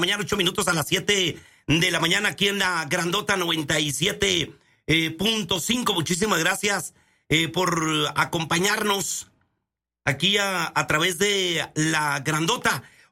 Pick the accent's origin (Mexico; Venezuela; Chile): Mexico